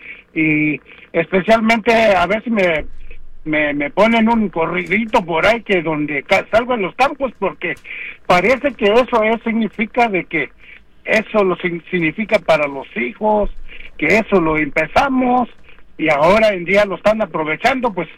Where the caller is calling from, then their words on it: North Carolina, United States; Aquí hablo de aquí de Carolina del Norte.